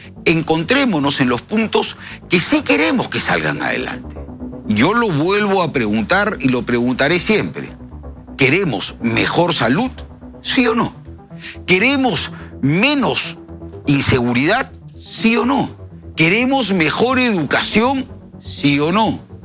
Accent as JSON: {"language": "Spanish", "country": "Peru", "said": "Todos los peruanos queremos y sabemos que tenemos que avanzar"}